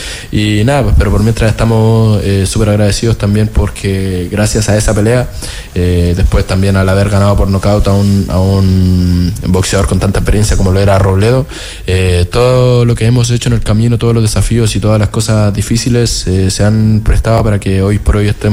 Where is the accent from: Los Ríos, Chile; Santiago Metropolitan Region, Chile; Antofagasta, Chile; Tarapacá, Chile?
Antofagasta, Chile; Yo sí soy de Antofagasta, nací y criado.